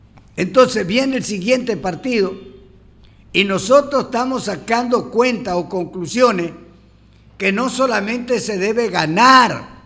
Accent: Ecuador; Como ecuatoriano, yo quiero que Ecuador gane.

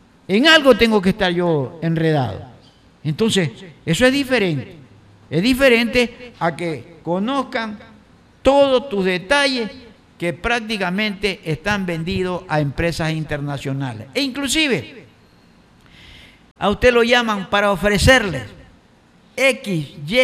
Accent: Ecuador; Saben quiénes somos los ecuatorianos

